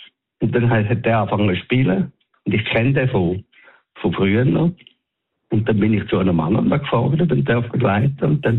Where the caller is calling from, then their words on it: Winterthur, Zurich, Switzerland; Ich komme aus Winterthur